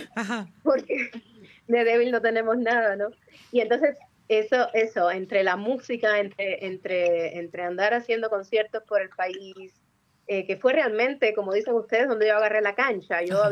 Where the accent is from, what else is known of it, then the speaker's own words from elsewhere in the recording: Cuba; del modo que somos los cubanos